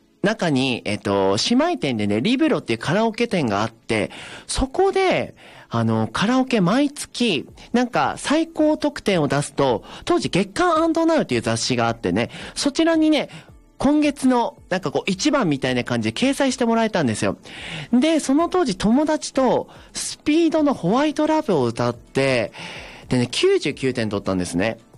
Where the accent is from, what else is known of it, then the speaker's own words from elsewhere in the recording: Yuzawa, Akita, Japan; 僕は出身が湯沢市で、